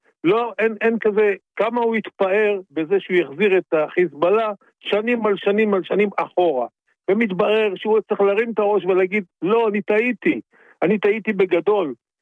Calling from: Central Israel, Israel; אני מהמרכז.

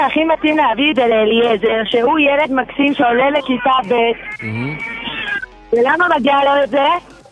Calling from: Beit Shemesh, Jerusalem District, Israel; אנחנו מבית שמש.

